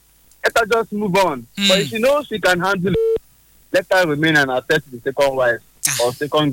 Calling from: Nigeria; I'm calling from Pepaco.

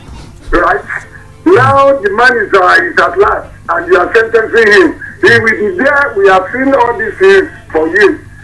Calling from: Bukuru, Plateau, Nigeria; I'm calling from Bukuru.

